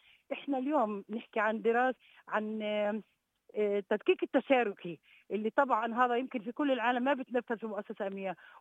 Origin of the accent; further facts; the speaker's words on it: Palestine; احنا بنحكي على اشي برضو اشي ملموس كفلسطينيين.